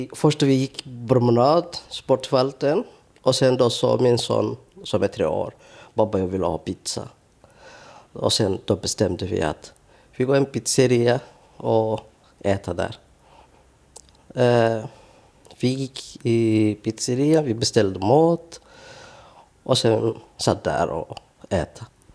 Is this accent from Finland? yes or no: no; Somalia; Vi är ju från Somalia.